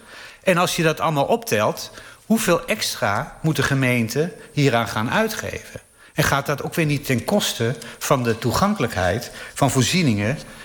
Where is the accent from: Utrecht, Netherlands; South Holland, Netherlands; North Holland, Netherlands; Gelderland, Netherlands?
Gelderland, Netherlands; Ik ben opgegroeid in de Achterhoek, waar het verenigingsleven het cement is van elk dorp.